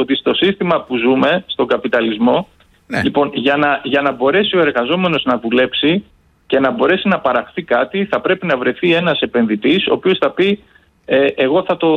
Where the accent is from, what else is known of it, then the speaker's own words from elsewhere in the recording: Thessaly, Greece; που είμαι και από τη Μαγνησία